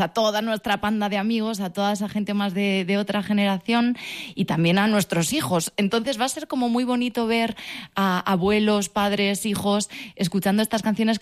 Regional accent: Cuenca, Castilla-La Mancha, Spain; yo ya he actuado muchas veces aquí en la tierra, en mi tierra

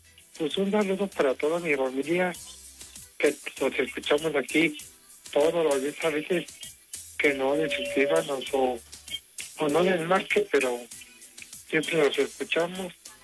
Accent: Lagunillas, Michoacán, Mexico; Yo soy de Lagunillas, de Lagunilla.

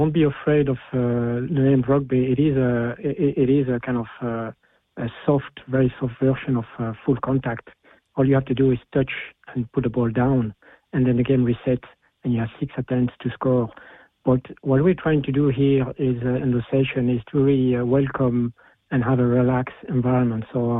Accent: Paris, Île-de-France, France; moved away as an adult; also born or lived in Switzerland / Brussels; now in Carrigart, Ireland; I'm from Paris originally, and now based in Carrigart since 2023.

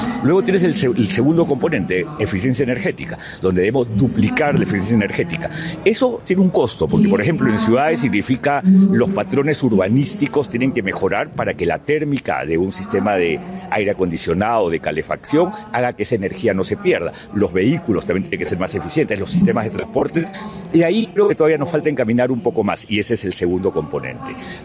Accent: Colombia; Para mí un placer, un gusto estar en mi país, en Colombia y en Medellín, que es una bella ciudad.

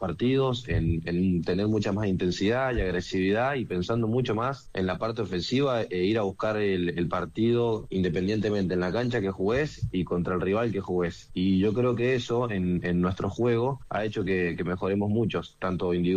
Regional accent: Mendoza, Argentina; para mí que yo soy mendocino, a mí me encanta que crezcan los equipos mendocinos

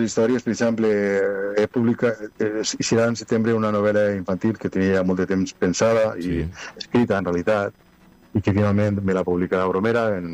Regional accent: Agullent, Valencian Community, Spain; now in Canals, Spain; Jo sóc d'Agullent, ho sabeu massa bé, visc a Canals i he treballat tota la vida en Ontinyent

